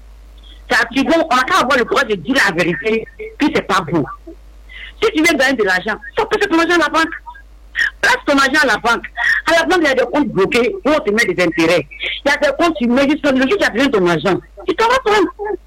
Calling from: Dabou, Grands-Ponts, Côte d’Ivoire; Et moi, je suis à Dabou.

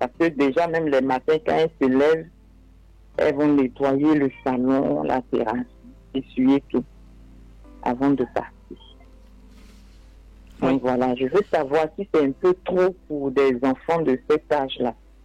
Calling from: Abidjan, Côte d’Ivoire; J'appelle le Yopougon.

